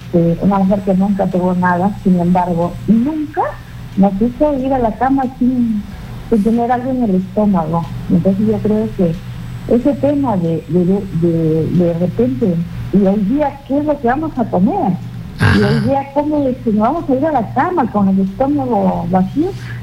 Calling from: Jaén, Cajamarca, Peru

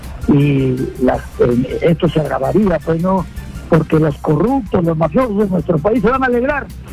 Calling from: Chulucanas, Piura, Peru; de Chulucana, la tierra del mango, del limón y la cerámica.

